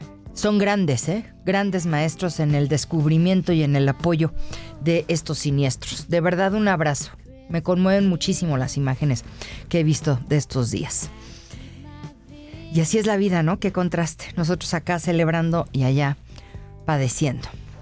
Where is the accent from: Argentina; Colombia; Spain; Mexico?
Mexico; Nosotros como mexicanos, que ya lo pasamos y lo hemos pasado en diferentes ocasiones